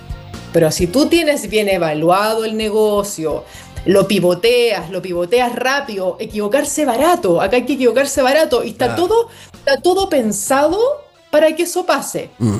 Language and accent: Spanish; La Calera, Valparaíso, Chile; yo, por ejemplo, soy de La Calera.